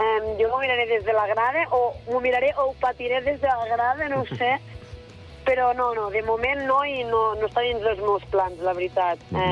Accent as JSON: {"language": "Catalan", "town": "Vila-sana", "region": "Catalonia", "country": "Spain", "said": "amb el club del meu poble"}